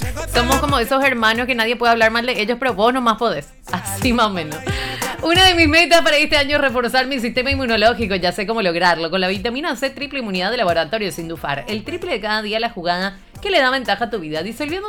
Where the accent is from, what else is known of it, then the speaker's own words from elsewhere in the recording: Paraguay; Que mucho le alentaron los argentinos a Paraguay cuando estuvimos nosotros ahí jugando contra Francia.